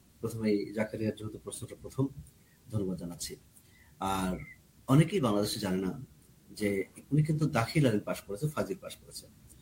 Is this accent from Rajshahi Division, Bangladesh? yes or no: no; Kushtia, Khulna Division, Bangladesh; আমার বাড়ি কুষ্টিয়া